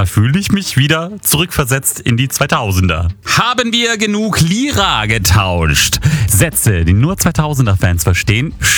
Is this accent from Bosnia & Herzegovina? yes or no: yes; Bosnia & Herzegovina; wenn ich in mein Heimatland nach Bosnien fahre. Bosnien ist ja noch nicht in der EU